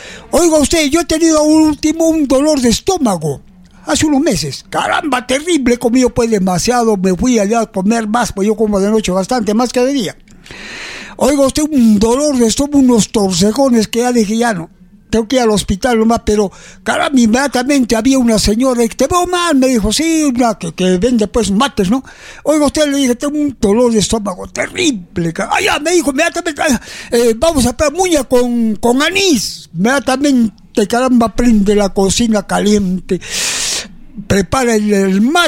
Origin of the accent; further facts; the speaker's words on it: Arequipa, Peru; born there; yo acá nací en Arequipa.